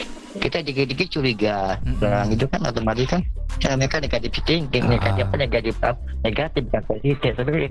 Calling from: Jakarta, Indonesia; Oke, Prompat FM, saya dari Jakarta.

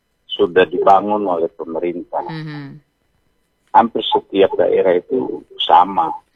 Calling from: Bitung, North Sulawesi, Indonesia; Saya di Bitung.

